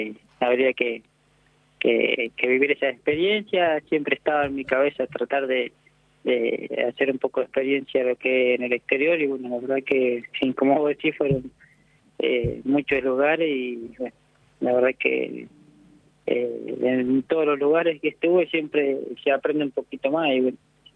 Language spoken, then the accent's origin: Spanish; Argentina; Cuando llegué a Dubái, cuando fui a Dubái en el 2024, dije, pero ¿cómo vos sos argentino? Sí, ¿y cómo hablas árabe?